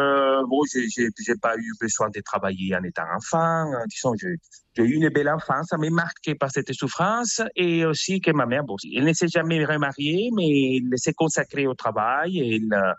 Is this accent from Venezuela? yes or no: yes; Venezuela; moved away; J'ai quitté le Venezuela il y a plus de 20 ans et j'ai une sœur qui habite au Chili, j'ai des nièces qui sont aux États-Unis, en République dominicaine. Et dans le pays, il me reste, oui, mon frère